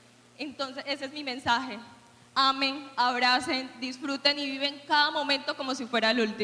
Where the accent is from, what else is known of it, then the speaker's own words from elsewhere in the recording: Chocó, Colombia; now in Medellín, Colombia; yo crecí en el Chocó, ahora vivo en Medellín